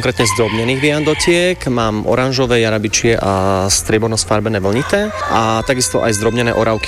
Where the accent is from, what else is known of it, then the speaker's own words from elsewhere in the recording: Báhoň, Trnava Region, Slovakia; Pochádzam z Báhoňa